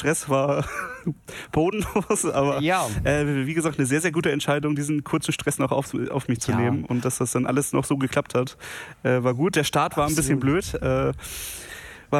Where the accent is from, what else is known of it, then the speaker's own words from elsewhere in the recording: Kiel, Schleswig-Holstein, Germany; gebürtiger Kieler. Ja. Die Familie von meinem Vater ist nie aus Kiel rausgekommen, gefühlt.